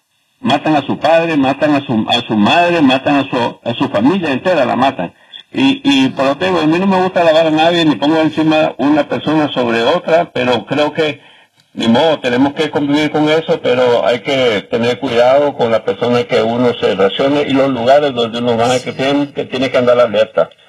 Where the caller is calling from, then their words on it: New York, United States; Mira, yo vivo en Nueva York, tú sabes.